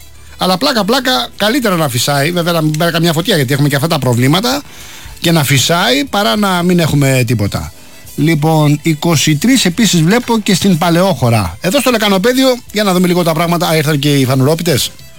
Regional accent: Rafina, Attica, Greece; Τουλάχιστον στη Ραφίνα την πατρίδα μου, επειδή φεύγανε οι παραθεριστές

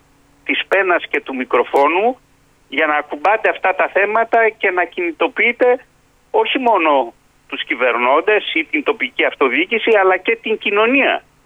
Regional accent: Thessaloniki, Central Macedonia, Greece; Έτσι κι αλλιώς η φιλοξενία και η υποδοχή στη Βόρεια Ελλάδα είναι υψίστης σημασίας, είμαι Θεσσαλονικιός και το ξέρω.

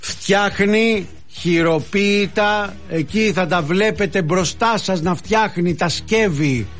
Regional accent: Mani, Peloponnese, Greece; Όσοι δεν έχετε πάει από εκείνα τα μέρη να πάτε, από τα μέρη μου

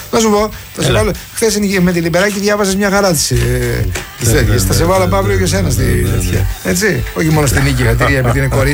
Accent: Kalamata, Peloponnese, Greece; απαράδεικτα είναι τα 20 ευρώ διόδια πληρώνω για να πάω στο χωριό μου στην Καλαμάτα.

